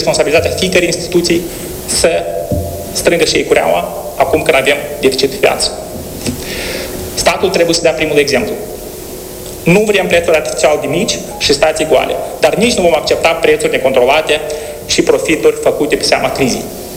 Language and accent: Romanian; Moldova; noi în Moldova avem două piețe